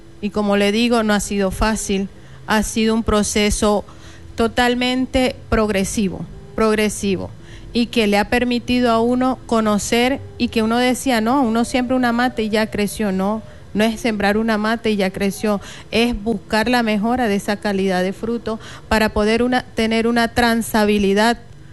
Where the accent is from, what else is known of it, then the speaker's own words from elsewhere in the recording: Venezuela; Somos venezolanos con todos los mismos derechos y deberes establecidos en la Constitución.